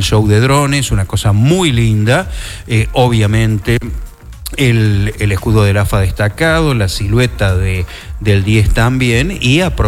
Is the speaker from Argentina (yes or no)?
yes; Argentina; el privilegio más grande que tuvimos como argentinos futboleros.